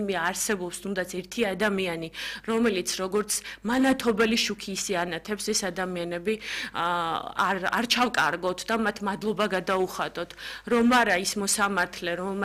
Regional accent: Khobi, Samegrelo-Zemo Svaneti, Georgia; ჩვენ წარმოშობით ხობიდან ვართ

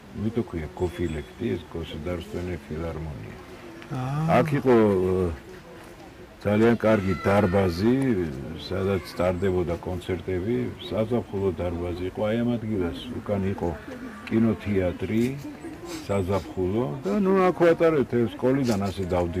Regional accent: Tbilisi, Georgia; აქ და გავიზარდე, აქ დაიბადე, აქ აი თელი ბავშვობა გავატარე

